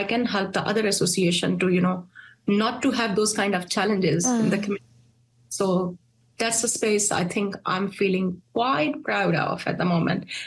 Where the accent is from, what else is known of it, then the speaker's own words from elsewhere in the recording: Pakistan; now in New Zealand; we have got a great history over here as Pakistani. We are very hardworking people, mostly very professional and mostly highly skilled migrants that come from, you know, Pakistan to New Zealand